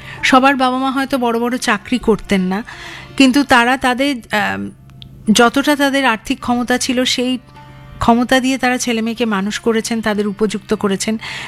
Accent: India; কারণ আমরা ভারতীয়

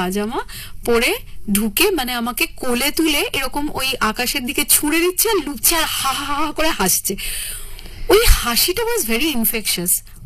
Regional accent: Kolkata, West Bengal, India; পাইকপাড়ার বাড়িতে।

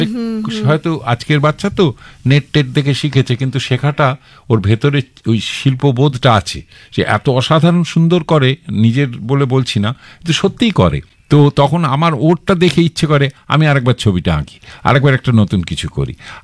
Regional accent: Bhatpara, West Bengal, India; moved away as an adult; now in Kolkata, India; ওই যে ভাটপাড়ায় থেকে আমি বড় হয়েছি, আমার মা ছিলেন, কাকা ছিলেন, তাদের কাছেই বড় হয়েছি আমি, আমার পরিবারও ওখানে

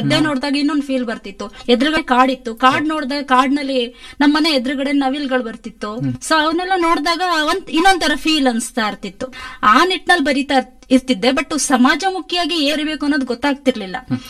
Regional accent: Ripponpet, Karnataka, India; ಅಂದ್ರೆ ನಾನು ಹುಟ್ಟಿದ್ದೆಲ್ಲ ರಿಪ್ಪನ್ಪೇಟೆ, ಬೆಳೆದಿದ್ದು ಕೂಡ ರಿಪ್ಪನ್ಪೇಟೆ, ಅಂದ್ರೆ ಎಜುಕೇಶನ್ ಎಲ್ಲದೂ ಕೂಡ ಮಲೆನಾಡಲ್ಲೇನೆ.

